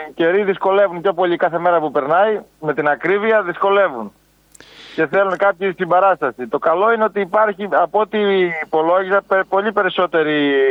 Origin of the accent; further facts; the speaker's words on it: Strefi, Western Greece, Greece; στο χωριό μου, τώρα που είμαι πρόεδρος 3 χρόνια